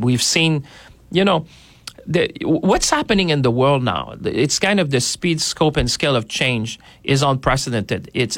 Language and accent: English; Canada; I'm saying a big we as Canadian